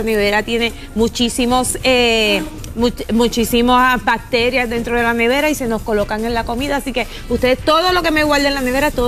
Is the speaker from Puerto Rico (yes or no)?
yes; Ciales, Puerto Rico; dentro de mi familia, que mi esposo también es de Ciales